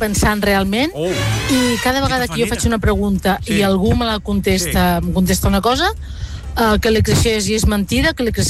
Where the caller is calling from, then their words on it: Berga, Catalonia, Spain; de Berga.